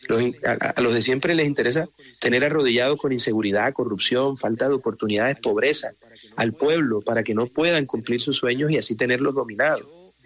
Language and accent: Spanish; Montería, Córdoba, Colombia; Y mañana estaré en mi tierra, en Montería, en la Plaza María Varilla, también en la tarde.